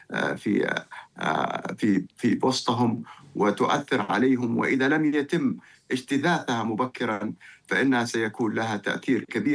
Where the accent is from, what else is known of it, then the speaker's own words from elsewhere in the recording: Jeddah, Makkah Province, Saudi Arabia; فأنا كمواطن سعودي أجئت من جدة إلى الرياض لأعيش هذه اللحظات مع إخواني هنا،